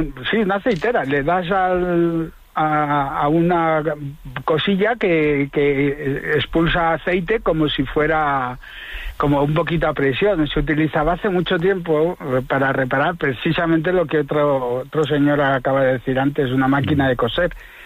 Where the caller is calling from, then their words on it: Madrid, Community of Madrid, Spain; Desde Madrid.